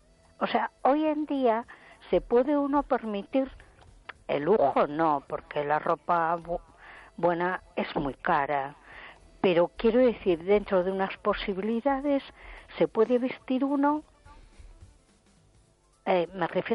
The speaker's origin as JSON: {"language": "Spanish", "town": "A Coruña", "region": "Galicia", "country": "Spain"}